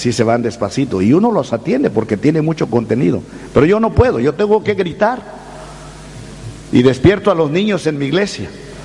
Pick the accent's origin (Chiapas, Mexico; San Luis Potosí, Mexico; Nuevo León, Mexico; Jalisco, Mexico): Chiapas, Mexico; born there; como en la costa de Chiapas, donde yo nací, Chiapas, México, el estado de Chiapas en la costa.